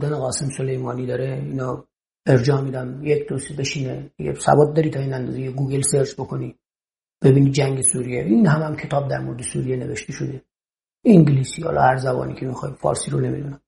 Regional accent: Gilan, Iran; بچه گیلانم

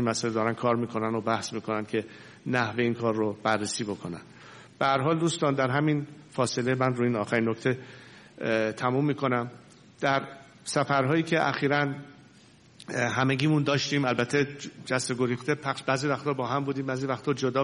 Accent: Iran; moved away; من به عنوان یک ایرانی

